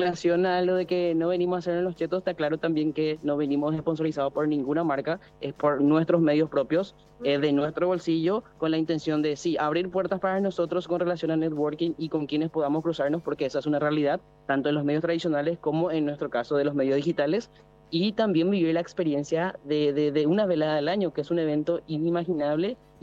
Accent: Paraguay; somos streamers de Paraguay

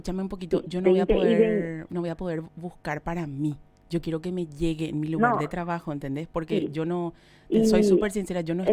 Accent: Caazapá, Paraguay; Bien, yo soy de Cazapá. ¿Ustedes pueden enviar hasta acá?

